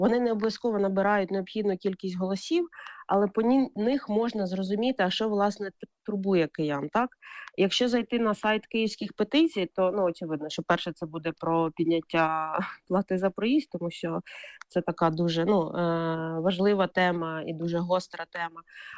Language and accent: Ukrainian; Kyiv, Ukraine; я це як киянка сприйняла